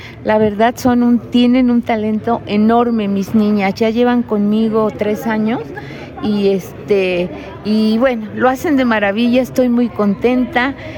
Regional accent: Altotonga, Veracruz, Mexico; somos foráneos, ya que venimos de Altotonga, Veracruz

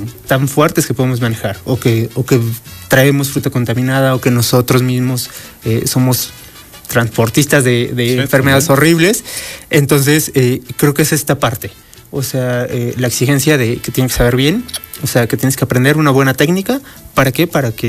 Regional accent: Puebla, Mexico; moved away; Yo vengo de la Sierra Poblana Mixteca, o sea, muy cerca de Oaxaca.

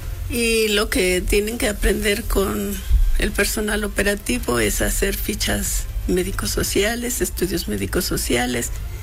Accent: Puebla, Mexico; soy poblana.

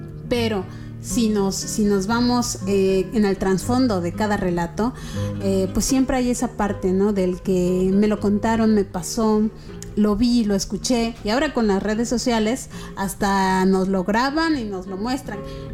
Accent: Mexico; como mexicanos, como país

